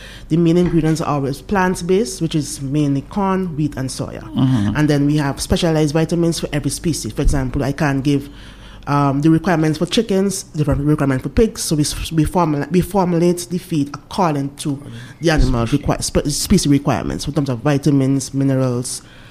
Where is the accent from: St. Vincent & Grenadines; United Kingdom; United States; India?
St. Vincent & Grenadines; To introduce myself, I'm from St. Vincent.